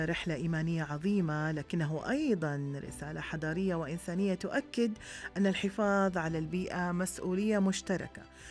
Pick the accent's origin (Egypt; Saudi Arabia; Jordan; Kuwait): Saudi Arabia; لأنه حقيقة نحن كشعب سعودي من القادة من رأس الهرم